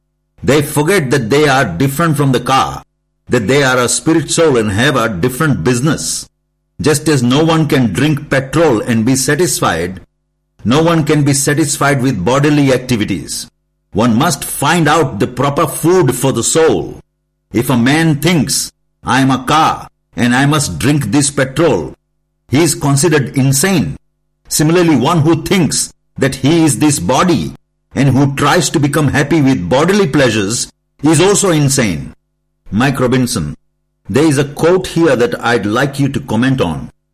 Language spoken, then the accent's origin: English; India; English is a second language; you are thinking you are an Englishman and I am an Indian.